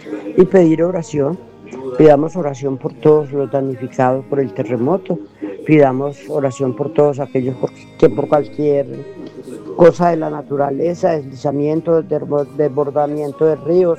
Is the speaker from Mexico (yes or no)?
no; Altamira, Huila, Colombia; por todos los adictos de mi pueblo de Altamira